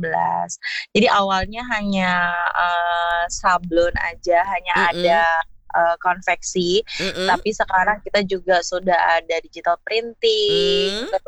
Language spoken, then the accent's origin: Indonesian; Jakarta, Indonesia; born there; Kebetulan di Jakarta nih.